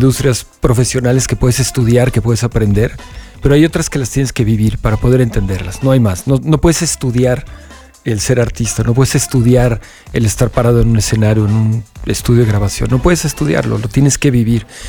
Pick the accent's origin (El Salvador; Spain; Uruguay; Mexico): Mexico; la letra es perfecta para lo que queremos como mexicanos decir y sentir.